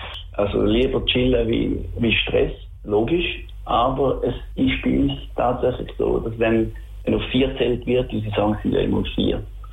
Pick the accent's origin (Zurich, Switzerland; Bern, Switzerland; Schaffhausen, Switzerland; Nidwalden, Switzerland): Schaffhausen, Switzerland; accent: Schaffhausisch; Ja, lass mal mein Dialekt, das ist immer noch Schaffhausisch.